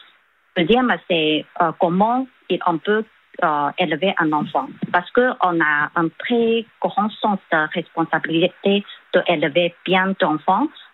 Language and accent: French; China; French is a second language; moved away; chez nous, en Chine